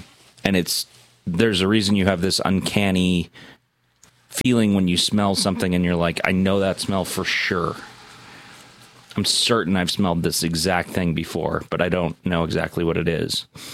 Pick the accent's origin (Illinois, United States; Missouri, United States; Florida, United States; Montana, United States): Montana, United States; I grew up in Southwest Montana with Dave as my father and Tina as my mother.